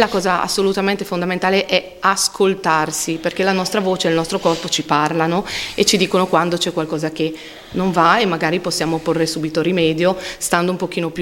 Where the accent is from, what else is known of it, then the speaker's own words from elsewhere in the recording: Cremona, Lombardy, Italy; siamo di Cremona.